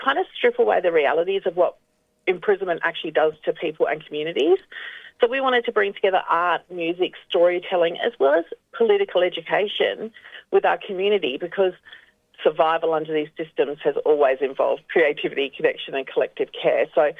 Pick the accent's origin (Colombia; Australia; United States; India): Australia; South Australia; wasn't raised by my mother, but I was raised here in Kaurna country.